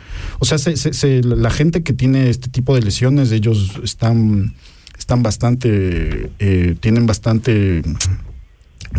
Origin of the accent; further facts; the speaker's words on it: Ecuador; moved away as an adult; en el Ecuador, de donde yo vengo